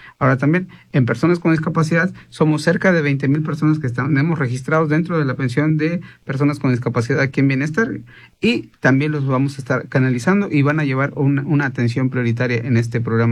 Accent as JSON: {"language": "Spanish", "region": "Campeche", "country": "Mexico", "said": "yo como mexicano, como campechano, voy a poder ingresar y me van a atender y no me van a rechazar."}